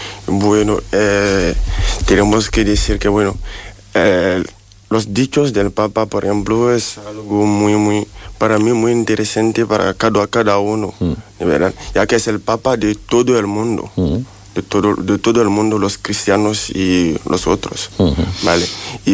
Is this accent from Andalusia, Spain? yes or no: yes; Jerez de la Frontera, Andalusia, Spain; Yo estoy de Jerez, soy de Jerez.